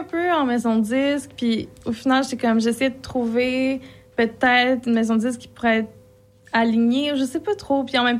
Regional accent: Montreal, Quebec, Canada; born there; also born or lived in Laval; je suis née à Laval. J'ai grandi à Laval, mais toute mon. Tu sais, même la majorité de mon primaire, tout mon secondaire, cégep, université, puis tout ça, c'était à Montréal. Fait que j'étais plus. C'est ça, Montréal et ses environs, comme on dit

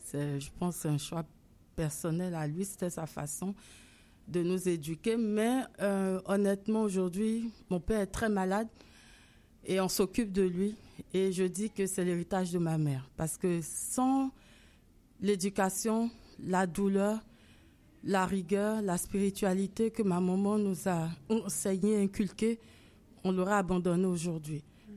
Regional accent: Benin; j'ai décidé de rentrer au Bénin, qui est mon pays d'origine, dont celui de mes parents. Et je voulais savoir un peu plus le Bénin. Alors, mon arrivée au Bénin a amené toute la famille à venir finalement au Bénin. Donc, une deuxième partie de mon enfance commence là.

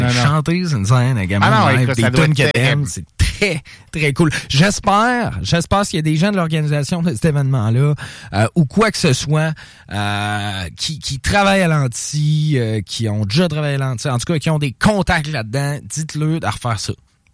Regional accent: Quebec City, Quebec, Canada; moved away as an adult; also born or lived in British Columbia; now in Lévis, Canada; Non, j'ai toujours habité à Québec.

